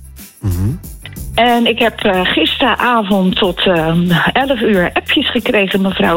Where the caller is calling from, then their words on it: Rotterdam, South Holland, Netherlands; In Overschie.